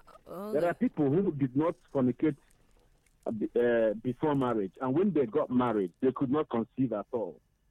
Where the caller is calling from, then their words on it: Anambra, Nigeria; I'm calling from Anambra.